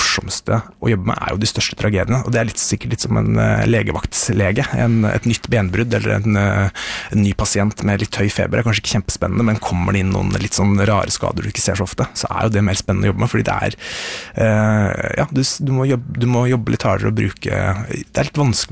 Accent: Østfold, Norway; born there; moved away as an adult; now in Skotbu, Norway; da var vi hjemme I Skjetve. For mamma og pappa, de har et lite småbruk

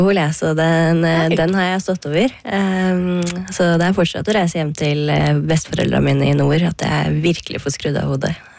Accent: Hole, Buskerud, Norway; det første minnet som dukker opp fra hjemme i Hole

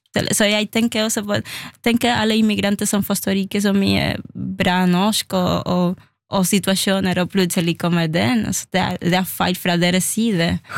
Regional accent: Cuba; Norwegian is a second language; moved away as an adult; now in Norway; jeg studerte klassisk musikk på Cuba for 10 år

